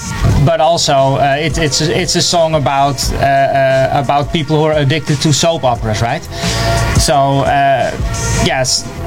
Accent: Amsterdam, North Holland, Netherlands; now in New York City, United States; I'm from East Harlem, originally from Amsterdam, and like you said, I'm here now for about 4 years.

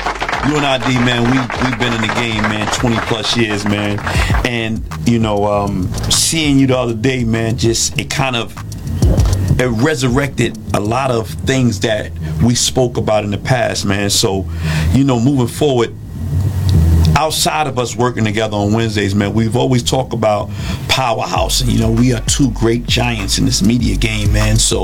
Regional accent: Bronx, New York, United States; Growing up in the Bronx, of course, they say we are the Mecca of it all.

